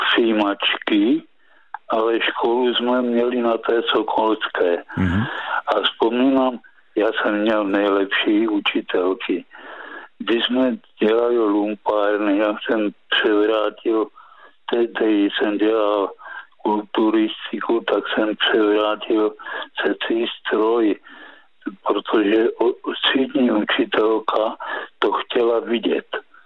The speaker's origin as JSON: {"language": "Czech", "town": "Strážnice", "region": "South Moravian Region", "country": "Czechia", "tie": "born there", "said": "Já jsem měl tablo na ulici od nádraží v Brně, kdy jsem se narodil ve Strážnici."}